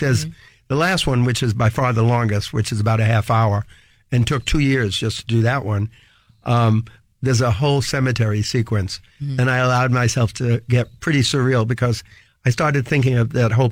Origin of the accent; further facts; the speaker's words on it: New York City, New York, United States; Ever since I was very young, growing up in Brooklyn, New York, with no real experience of Asia, I was fascinated by Asia, by Japan, by China.